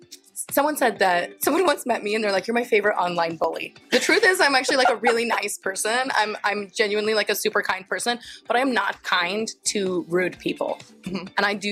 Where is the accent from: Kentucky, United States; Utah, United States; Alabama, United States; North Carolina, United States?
Utah, United States; Salt Lake City; moved away as an adult; now in San Diego, United States; I'm from Salt Lake City, Utah. Orale. And I've lived in San Diego now for a year and a half. I moved here, not quite a year and a half, but I moved here last June.